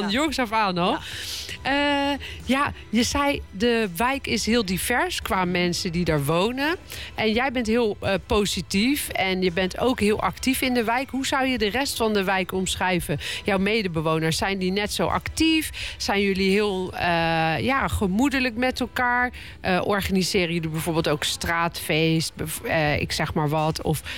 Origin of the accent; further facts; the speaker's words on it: The Hague, South Holland, Netherlands; Mijn oude wijkie waar ik ben opgegroeid. En waar ik een hele leuke tijd heb doorgebracht. Eerst meer bij de Leiweg en later meer bij het Leienburg ziekenhuis.